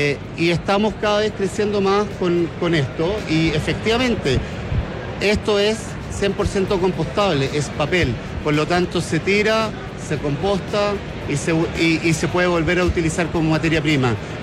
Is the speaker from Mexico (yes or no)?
no; Chile; moved away; Mira, yo como chileno hace mucho tiempo que quise traer el producto acá.